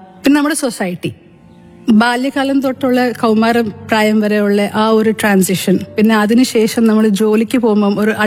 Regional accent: Bangalore, Karnataka, India; also born or lived in Kottarakkara; ഞാൻ ബാംഗ്ലൂരിലെ താമസം. ജനിച്ചത് ഇവിടെ കൊട്ടാരക്കരയിലാണ്. പക്ഷേ എന്റെ പഠിത്തം, കോളേജ്, സ്കൂൾ, ജീവിതം മൊത്തം ബാംഗ്ലൂരിലാണ്.

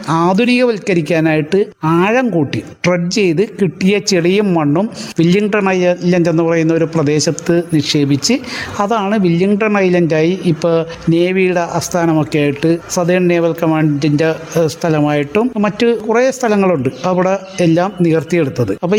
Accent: Chellanam, Kerala, India; ഞാൻ ചെല്ലാനത്തുകാരനാണ്, ജനിച്ചു വളർന്നതും ഇവിടെ തന്നെയാണ്, താമസിക്കുന്നതും എല്ലാം ചെല്ലാനത്ത്.

